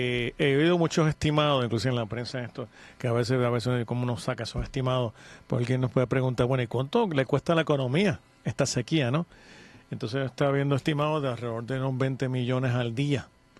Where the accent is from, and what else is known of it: Puerto Rico